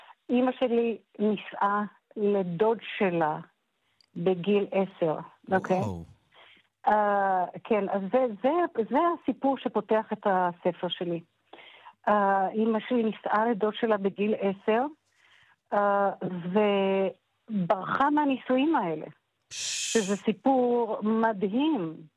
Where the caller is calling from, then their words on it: Jerusalem, Jerusalem District, Israel; אני מדברת איתך מירושלים.